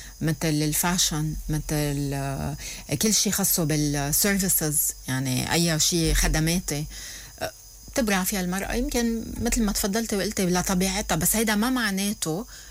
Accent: Lebanon; عنا بلبنان

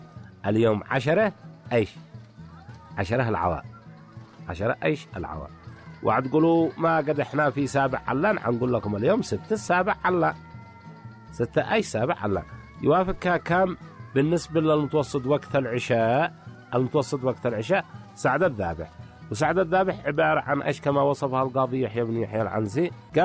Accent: Yemen; فهو عيد أعياد اليمنيين، وهو العيد الأكبر بالنسبة لنا كيمنيين

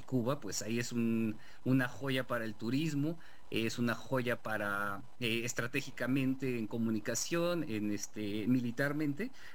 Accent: Mexico

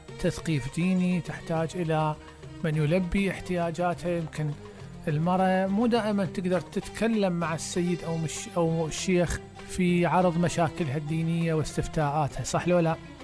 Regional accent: Southern Iraq, Iraq; احنا عندنا بالجنوب

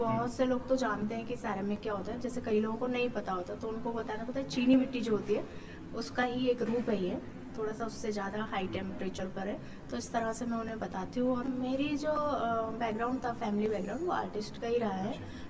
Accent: Gwalior, Madhya Pradesh, India; मैं सीखकर तो अपने ग्वालियर से ही आई थी।

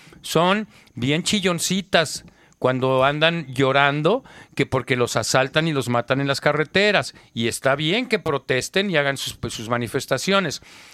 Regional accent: Mexico City, Mexico; yo también soy chilango, yo soy chilaca, no, pero chilacayota.

